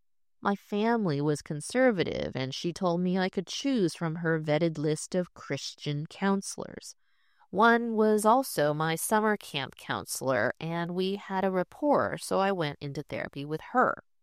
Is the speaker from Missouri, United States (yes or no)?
yes; Columbia, Missouri, United States; I'd always felt different growing up in Columbia, Missouri, and was bullied for being too sensitive.